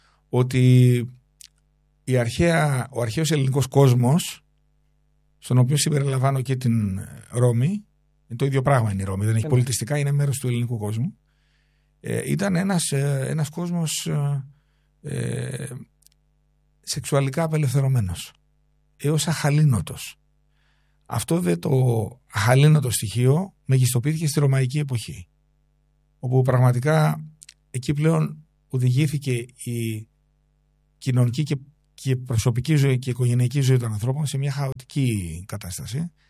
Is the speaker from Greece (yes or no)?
yes; Peloponnese, Greece; born there; στην πατρίδα μου τη Λακωνία